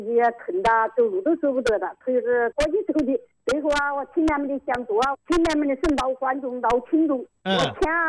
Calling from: Jingzhou, Hubei, China; 我是荆州市沙市区成河镇的啦。

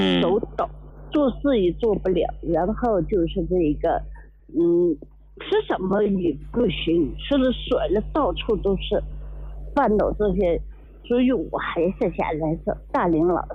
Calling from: Kunming, Yunnan, China; 我是云南这边云南昆明的这个五华区的啊，

